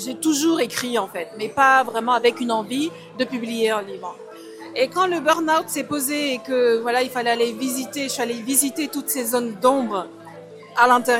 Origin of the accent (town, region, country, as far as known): Littoral, Cameroon; moved away as an adult; now in France